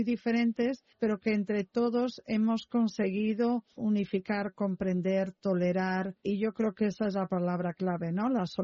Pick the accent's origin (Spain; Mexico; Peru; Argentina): Spain; moved away as an adult; now in Slovakia; cada vez más los españoles venimos aquí